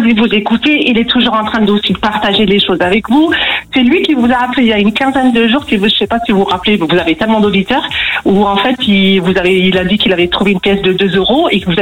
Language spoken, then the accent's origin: French; Saint-Étienne, Auvergne-Rhône-Alpes, France; Alors, je viens de Saint-Étienne.